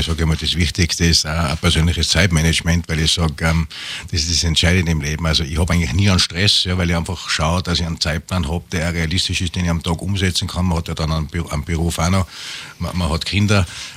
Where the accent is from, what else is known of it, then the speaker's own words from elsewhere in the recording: Kufstein, Tyrol, Austria; und sonst in meiner Heimatstadt in Kufstein, ja, da habe ich auch viele Freunde